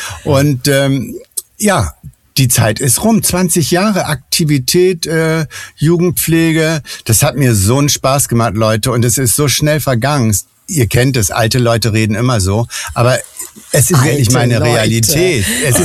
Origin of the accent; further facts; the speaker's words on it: Northern Germany, Germany; also born or lived in Munich; Ich bin ja selber Norddeutscher und habe eigentlich die erste Hälfte meines Lebens eben damit verbrannt, möglichst weit weg von zu Hause zu kommen. Und bin dann aber wieder zurückgekommen in den Norden, also aus München nach Sylt.